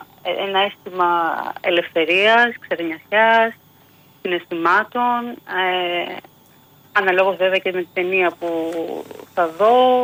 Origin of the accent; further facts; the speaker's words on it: Nikaia, Attica, Greece; Πειραιά, Νίκαια συγκεκριμένα, από εκεί που γεννήθηκα και μεγάλωσα εγώ.